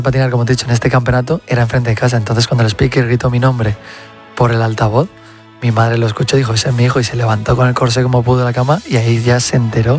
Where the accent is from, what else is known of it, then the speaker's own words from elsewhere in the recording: Móstoles, Community of Madrid, Spain; Empecé porque yo soy de Móstoles y enfrente de mi casa había un polideportivo. Se construyó un polideportivo con un skatepark cuando tenía unos 9 años.